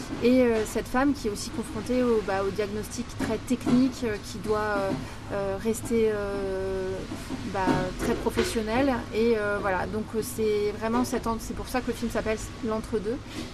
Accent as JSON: {"language": "French", "town": "Paris", "region": "Île-de-France", "country": "France", "said": "Bon, j'ai eu des expériences à Paris, là d'où je viens, mais j'ai une expérience de 3 ans à Digne-les-Bains"}